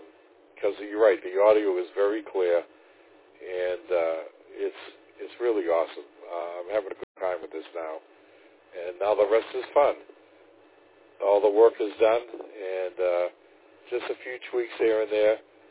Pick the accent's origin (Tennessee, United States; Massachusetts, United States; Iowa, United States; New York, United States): Massachusetts, United States; Boston; accent: East Coast; moved away as an adult; now in Florida, United States; Yeah, I'm from Boston, Massachusetts. I moved down here to Florida with my wife.